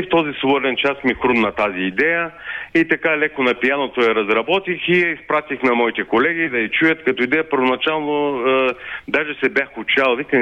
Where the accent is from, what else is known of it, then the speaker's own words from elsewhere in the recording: Gorna Oryahovitsa, Veliko Tarnovo Province, Bulgaria; аз съм от Горна Оряховица.